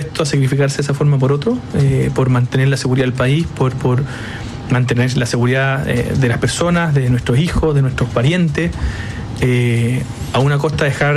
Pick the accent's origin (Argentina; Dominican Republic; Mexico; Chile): Chile; me produce un orgullo tremendo como chileno